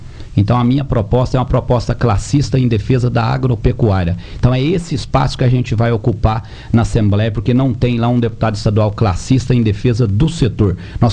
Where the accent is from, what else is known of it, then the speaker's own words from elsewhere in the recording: Nova Ponte, Minas Gerais, Brazil; eu sou de Nova Ponte